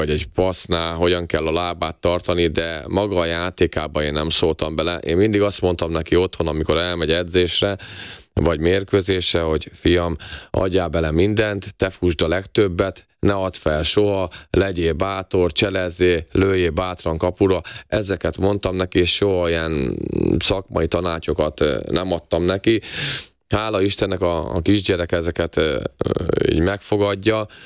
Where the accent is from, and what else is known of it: Kaposvár, Somogy, Hungary; born or raised there